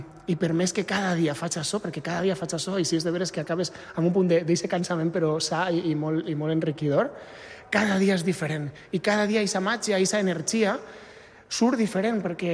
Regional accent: Mascarell, Valencian Community, Spain; sóc de Mascarell, que és un poblet molt petit a Castelló, a València.

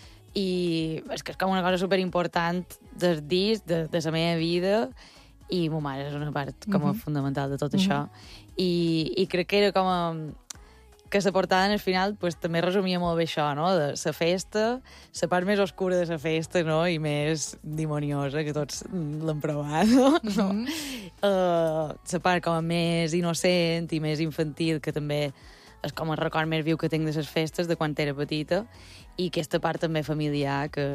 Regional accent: Balearic Islands, Spain; now in Catalonia, Spain; els mallorquins, quan sortim de Mallorca, mos acabam ajuntant

